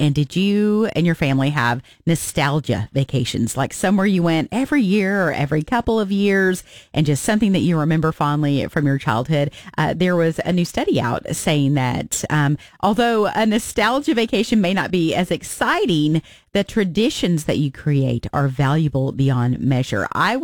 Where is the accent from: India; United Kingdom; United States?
United States; Arkansas; And then this is not open anymore, but Dog Patch USA, you know, because I'm from Arkansas.